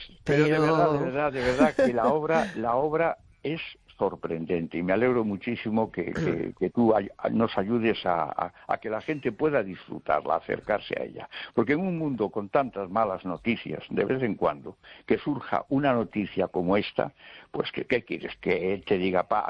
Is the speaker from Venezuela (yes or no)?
no; Galicia, Spain; nuestra Galicia